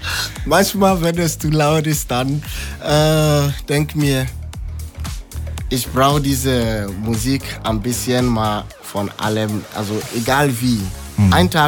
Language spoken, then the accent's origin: German; Ghana; German is a second language; now in Germany; Weil ich bin aus Ghana hergekommen, also meine Frau kommt aus gebürtig aus Freudenberg, deswegen ein bisschen Akzent noch drin.